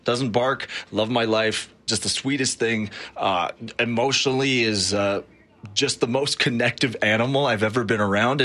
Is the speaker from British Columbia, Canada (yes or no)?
no; Quebec, Canada; moved away; I grew up in Quebec. I lived through a referendum in 1995.